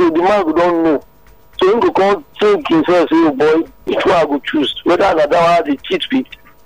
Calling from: Lagos, Nigeria; I'm calling from Alagbado.

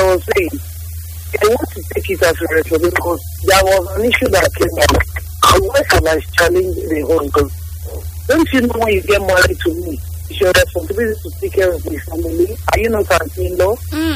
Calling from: Austria; I'm calling you from Austria.

